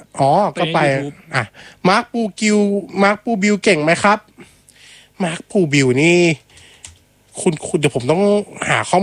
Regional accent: Lam Luk Ka, Pathum Thani, Thailand; also born or lived in Min Buri, Bangkok; ผมเนี่ยเป็นคนลำนุกาแต่ว่าลูกครึ่งเนี่ยหมายความว่าไงผมต้องมีเชื้อสายอื่นไหมผมเป็นคนลำลูกกาใช่

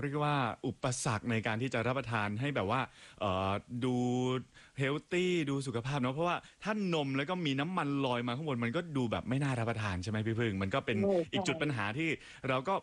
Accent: Phatthalung, Thailand; เป็นเด็กพัทลุงเหมือนกัน

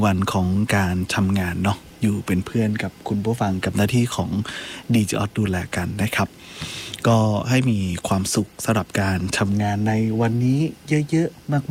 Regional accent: Northern Thailand, Thailand; อันนี้ก็เป็นวิถีของล้านนาเราเนาะคนเมืองเราเนี่ยครับ

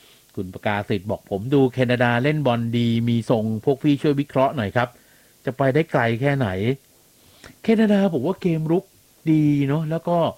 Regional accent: Bangkok, Thailand; แทบจะเป็นคนเดียวเลยมั้งที่เป็นคนกรุงเทพอ่ะ

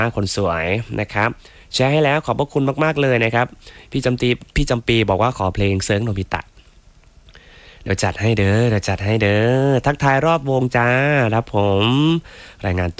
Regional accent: Isan, Thailand; ผมคนอีสานบ้านเฮาพี่น้องมื้อนี้หลายนะครับ

